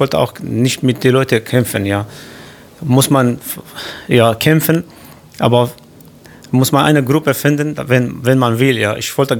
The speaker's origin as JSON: {"language": "German", "country": "Syria", "second_language": "German", "lives_now": "Germany", "said": "weil Syrien und Türkei, die zum Beispiel meine Heimatstadt und eine Stadt in Türkei heißt Nisibin"}